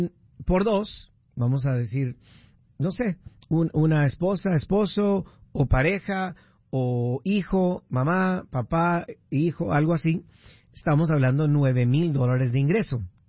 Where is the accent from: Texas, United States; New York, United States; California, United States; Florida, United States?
California, United States; Huntington Park; moved away; una casa donde yo crecí, en Huntington Park, California.